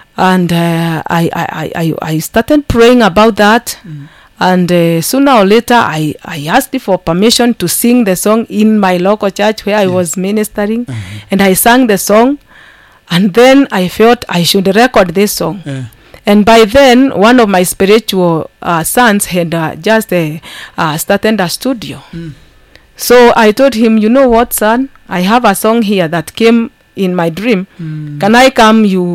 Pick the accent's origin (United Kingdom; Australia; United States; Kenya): Kenya; first language Kikuyu; English is a second language; Because if you listen to it and you are able to understand maybe my mother tongue, that is Kikuyu, you will be able to see the verses are talking about why were you created?